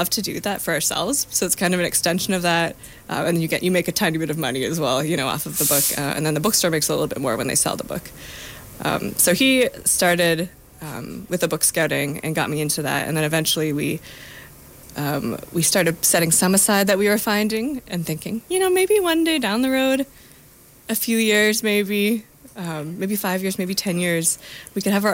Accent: Calgary, Alberta, Canada; also born or lived in Vancouver; now in Edmonton, Canada; growing up in Calgary

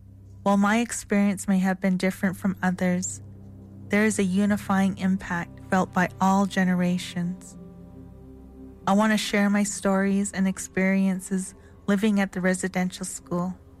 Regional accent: Alberta, Canada; I am from Ghana, First Nation, Alberta.

